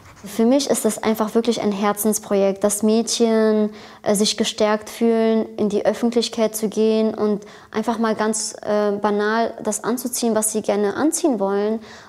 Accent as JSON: {"language": "German", "country": "Romania", "moved": "yes", "said": "ich bin eine Romni aus Rumänien und ursprünglich komme ich aus Nordwestindien."}